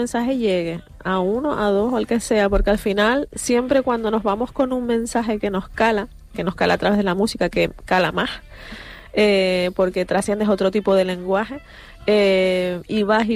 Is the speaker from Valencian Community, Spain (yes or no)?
no; Canary Islands, Spain; accent: Canarian; Es verdad que mi acento canario y la gente que me vea, soy mulata, pero mi padre es palmero.